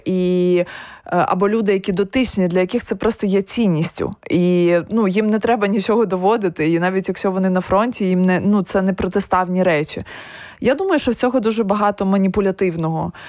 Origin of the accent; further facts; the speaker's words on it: Kyiv, Ukraine; там в моєму рідному Києві знищено і продовжує нищитися така величезна кількість історичних споруд і пам'ятників